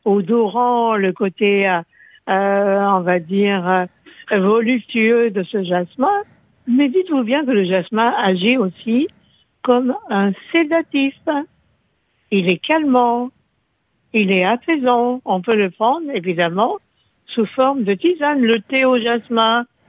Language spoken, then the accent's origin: French; France; chez nous en France